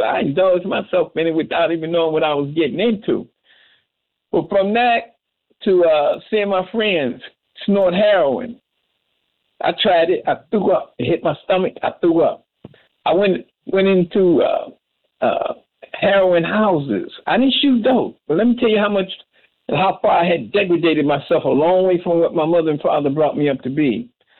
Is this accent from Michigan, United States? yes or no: yes; Detroit, Michigan, United States; born and raised in Detroit, two-parent family